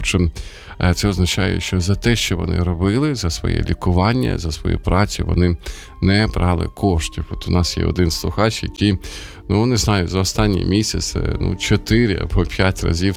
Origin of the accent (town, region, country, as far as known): Sumy, Sumy Oblast, Ukraine; born or raised there; moved away